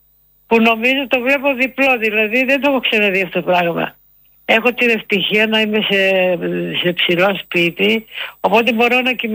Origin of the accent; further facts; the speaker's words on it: Western Greece, Greece; now in Patras, Greece; Λοιπόν, η καταγωγή μου είναι από την Ηλία, αλλά μένω στην Πάτρα.